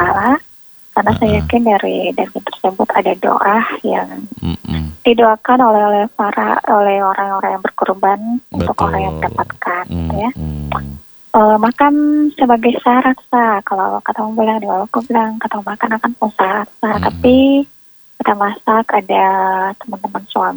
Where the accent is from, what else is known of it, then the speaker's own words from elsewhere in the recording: Southeast Sulawesi, Indonesia; Bukan, Mie, Beto, orang Buton.